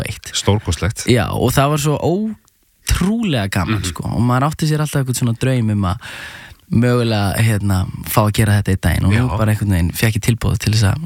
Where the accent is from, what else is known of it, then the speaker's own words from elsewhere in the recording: Reykjavík, Capital Region, Iceland; ég ólst upp í hérna í Árbænum, fyrst í Norlingaholtinu og svo í Ártúninu var ég Árbæðaskóla og hérna var æfa fótbolta með Fylki